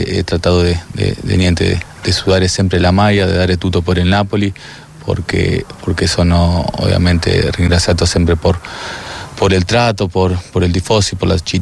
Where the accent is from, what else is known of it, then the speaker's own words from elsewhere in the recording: Uruguay; Italian is a second language; No, certo che l'abbiamo nella sangue quel tipo di garra